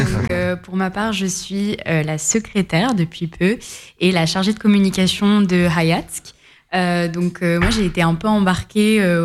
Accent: France; Pour ma part, je suis née, j'ai grandi en France. mais dans un foyer arménien où on parlait arménien

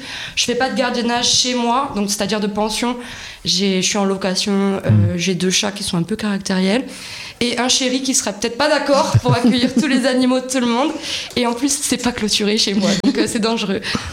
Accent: Occitanie, France; Oui, je suis de Laït, près de Marsan, Montégut, tout ça. J'ai toujours habité là-bas.

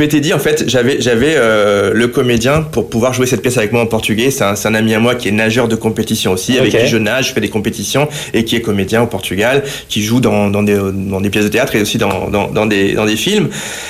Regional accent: northern Italy, Italy; born there; moved away; Et non, je suis né en Italie, du Nord.

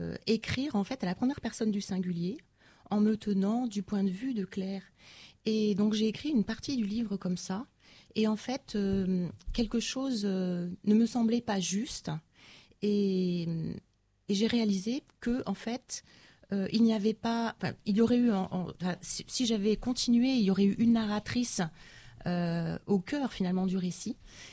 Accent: France; en tant que Française grandie dans l'Hexagone

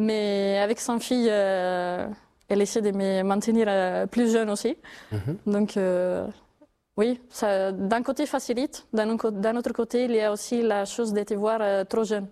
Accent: Sardinia, Italy; born there; moved away as an adult; Ben alors, je suis née en Sardaigne, mais à 18 ans, c'est le moment de choisir. Donc, je suis partie à Rome pour faire mes études à l'Université de Rome.

